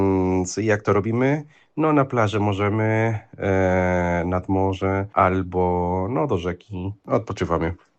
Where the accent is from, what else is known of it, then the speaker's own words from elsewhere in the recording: Chile; moved away; Ja mieszkałem na wybrzeżu, więc plaża jest, w sumie ocean jest w Chile